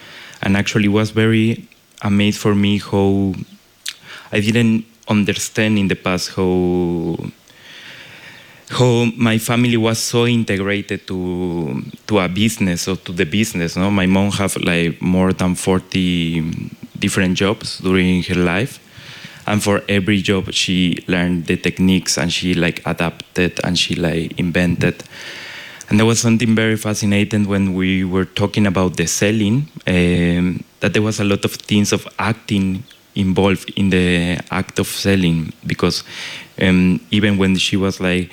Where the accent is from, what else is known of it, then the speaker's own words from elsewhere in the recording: Campeche, Mexico; I decided like to come to Campeche, to my hometown, for 2 months, and to live again with my mother.